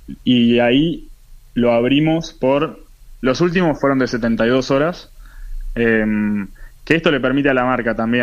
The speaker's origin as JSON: {"language": "Spanish", "region": "Buenos Aires", "country": "Argentina", "said": "somos de Buenos Aires."}